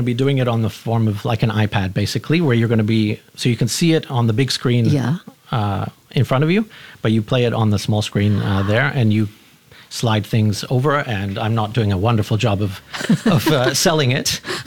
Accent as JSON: {"language": "English", "country": "Canada", "tie": "born or raised there", "said": "I recall I grew up in Canada, which can be a cold place."}